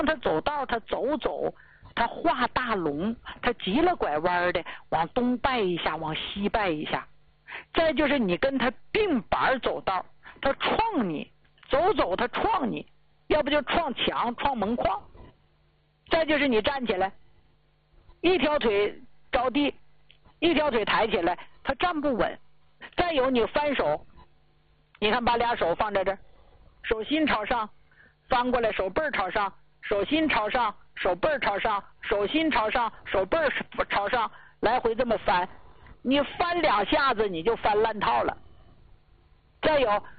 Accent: Northeast China, China; 这个腰疼吧，用咱们东北老家话说是啥呢，后座子

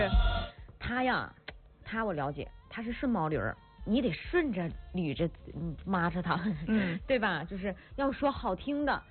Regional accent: Northeast China, China; 你看我们东北话的这些小动物，

